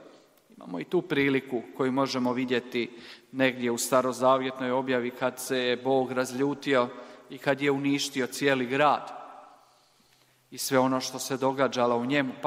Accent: Croatia; Kao mi smo vjernici, mi smo katolici, Hrvati, trsimo se, obješavamo grbove

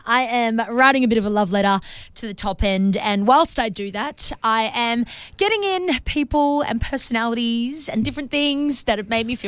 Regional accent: Queensland, Australia; Well, I'm a Queenslander, mate. We got them there too, you know. So I've grown up around them, but I love them.

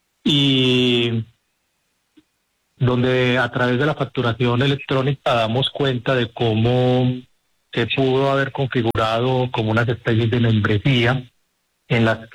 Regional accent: Colombia; como muchos colombianos, estamos cansados de la manera como se saquea o se desfalca el sistema de salud.

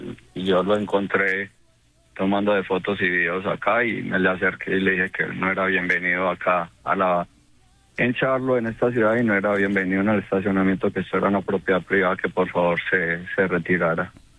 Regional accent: Antioquia, Colombia; somos de sangre paisa, sangre de arrieros.

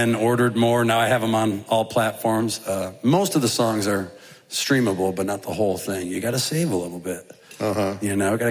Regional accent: North Adams, Massachusetts, United States; now in Nashville, United States; North Adams, Massachusetts.

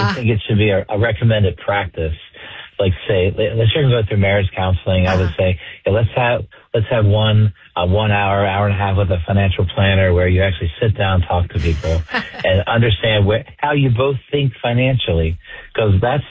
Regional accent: United States; as an American.

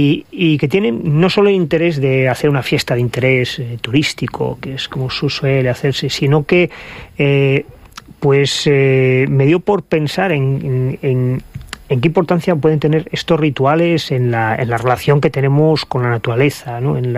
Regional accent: Asturias, Spain; En el noroeste es bastante importante, y ya sabes que yo soy asturiano

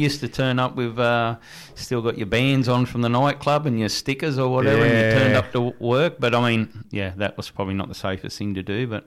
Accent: Dungog, New South Wales, Australia; I'm born and bred in Dungog

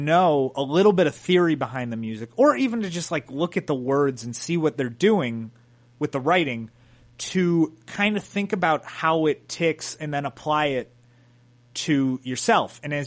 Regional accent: Chicago, Illinois, United States; we're from Chicago.

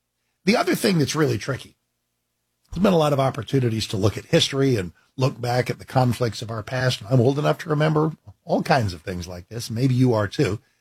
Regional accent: United States; but just as an American, as a person, I'd like sanity returned to the Middle East.

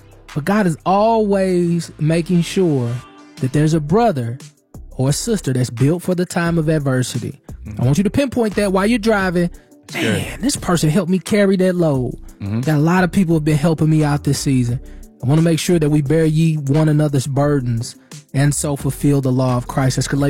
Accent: St. Louis, Missouri, United States; I could have hit him with the right there, because I am from St. Louis.

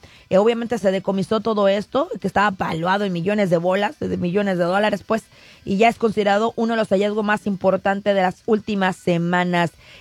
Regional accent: San Diego, California, United States; moved away; como yo vengo de San Diego también

